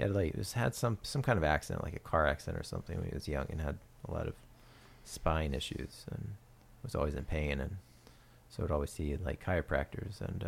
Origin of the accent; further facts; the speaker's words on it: Pacific Northwest, United States; I was from the Northwest